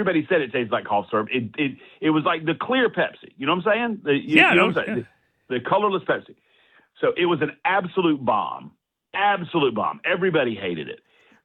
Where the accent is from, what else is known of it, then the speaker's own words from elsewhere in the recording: Georgia, United States; No, you know, oddly, you know, I grew up in Georgia, and you might, you know, Coke being from Atlanta, you would expect.